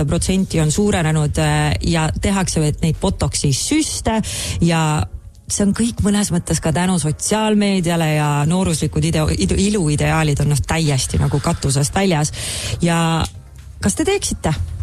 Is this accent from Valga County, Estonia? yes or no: yes; Otepää, Valga County, Estonia; now in Tallinn, Estonia; ma olen Otapelt päritsen sellepärast, et ma olen...